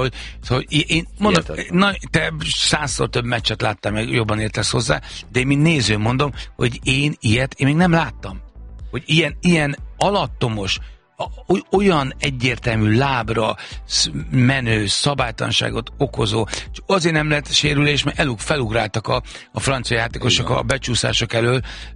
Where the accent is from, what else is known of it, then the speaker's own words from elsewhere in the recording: Budapest, Hungary; Én a kilátótéren nőttem fel, meg Zuglóban